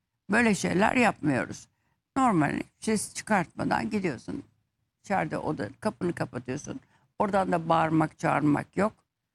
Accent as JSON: {"language": "Turkish", "region": "Istanbul", "country": "Turkey", "tie": "born there", "said": "O da bizimle Hı oturuyordu hı. İstanbul'da."}